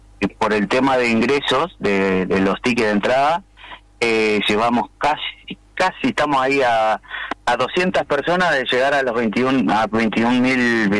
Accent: Ingeniero Huergo, Río Negro, Argentina; yo estoy nacido y criado acá en Huergo

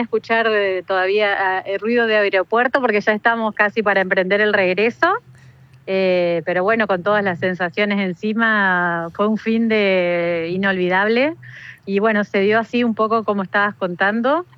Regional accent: Argentina; Entonces, como todo lo que era argentinidad estaba donde estábamos los argentinos.

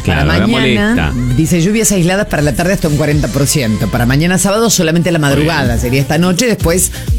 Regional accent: San Carlos Sud, Santa Fe, Argentina; yo soy de San Carlos Sud

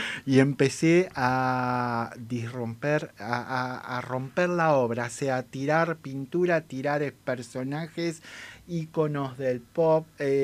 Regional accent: Ingeniero Luiggi, La Pampa, Argentina; mi pueblo natal, Ingeniero Luis de la Pampa, donde tengo los comienzos, ahí nace mi arte, desde muy chico con mi padre

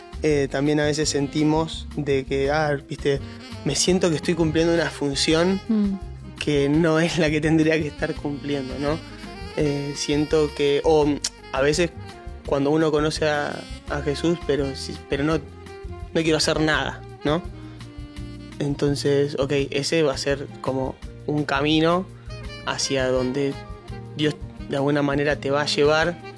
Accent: San Nicolás de los Arroyos, Buenos Aires Province, Argentina; yo soy de San Nicolás. Ahí tengo mi iglesia de toda la vida.

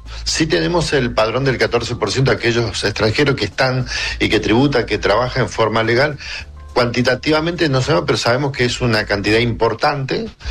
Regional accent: Paraguay; born there; yo soy de nacional, yo nací en Paraguay, yo de mi padre argentino, que fallecido, yo nací en Paraguay

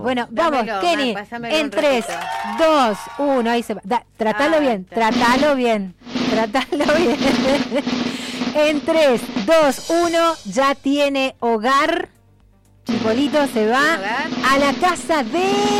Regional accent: Neuquén, Argentina; Soy de Neuquén.

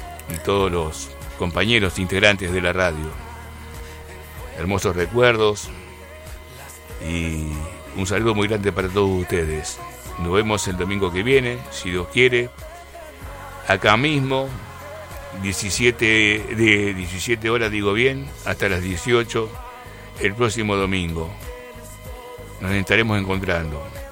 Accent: María Grande, Entre Ríos, Argentina; estoy con mis paisanos, ¿no? Mis abuelos son inmigrantes. Y si bien me crié, nací en María Grande y me crié acá cerquita, pero siempre estuve en contacto. Toda mi familia, por mis cuatro lados, estamos inmigrantes del Volga.

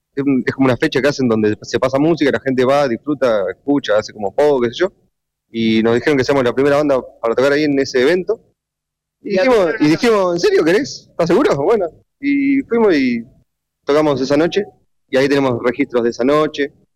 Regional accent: Buenos Aires, Argentina; Nosotros somos de Capital Federal.

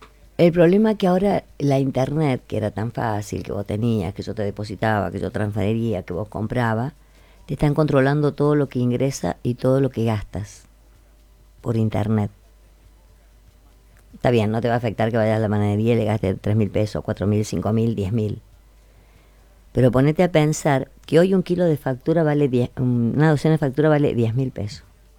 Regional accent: Argentina

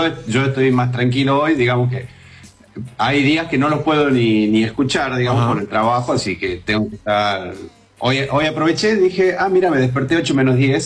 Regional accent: Tucumán, Argentina; now in San Miguel de Tucumán, Argentina; Yo acá vivo solo, yo estoy viviendo en la capital tucumana. Originalmente soy de otra ciudad, cercana ahí a las imágenes que estaba mostrando Nico. Pero acá vivo solo

